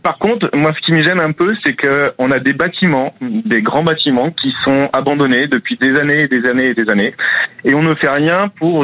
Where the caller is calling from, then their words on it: Port-des-Barques, Nouvelle-Aquitaine, France; De Port-des-Barques, en Charente-Maritime.